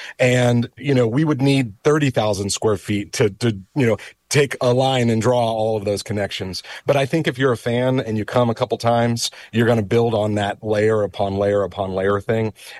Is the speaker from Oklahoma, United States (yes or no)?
yes; Tulsa, Oklahoma, United States; I grew up in Tulsa, Oklahoma, very much, you know, an aerospace state